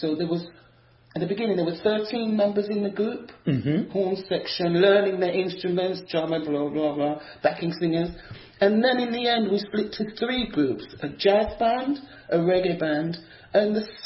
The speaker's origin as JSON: {"language": "English", "town": "Islington", "region": "London", "country": "United Kingdom", "tie": "born or raised there", "also_born_or_lived": "Hackney", "said": "I grew up in Islington, London and Islington. My family... No, first of all, we were in Hackney."}